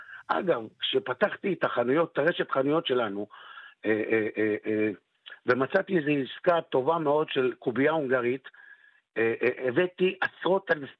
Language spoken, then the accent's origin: Hebrew; Kiryat Shmona, Northern District, Israel; אנחנו גדלנו בדור, במקום, בקריית שמונה, כן, שלא כל המשפחות האלה הם כסף לקנות חולצה בחנות